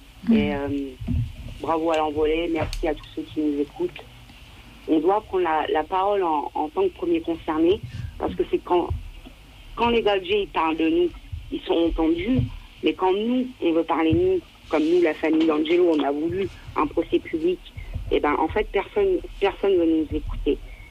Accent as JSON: {"language": "French", "country": "France", "said": "en tant que voyageur, et pourtant qu'on est français."}